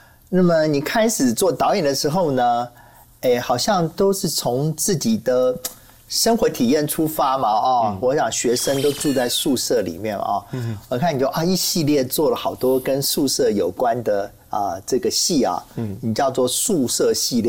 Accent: Taiwan; 对我们台湾人来讲的话

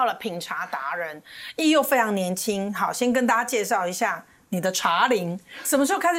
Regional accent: Taiwan

